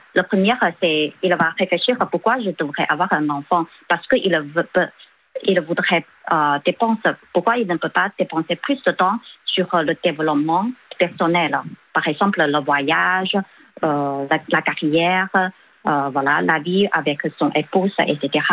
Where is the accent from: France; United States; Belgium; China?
China; French is a second language; moved away; chez nous, en Chine